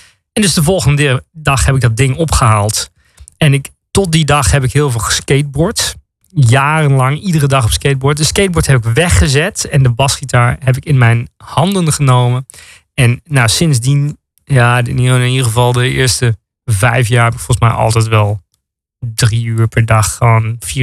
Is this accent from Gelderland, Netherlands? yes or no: yes; Beekbergen, Gelderland, Netherlands; born there; En die kwamen uit Beekbergen, mijn geboortedorp.